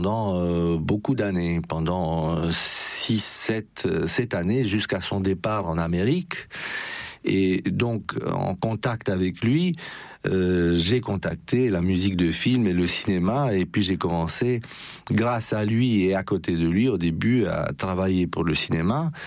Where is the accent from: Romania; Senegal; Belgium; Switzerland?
Romania; Bucharest; moved away as an adult; now in France; Je suis né à Bucarest, voilà, je suis d'origine roumaine et je suis arrivé en France à 22 ans.